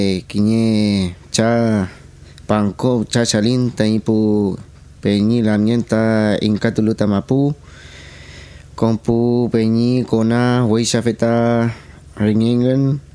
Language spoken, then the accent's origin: Spanish; Penco, Biobío, Chile; born or raised there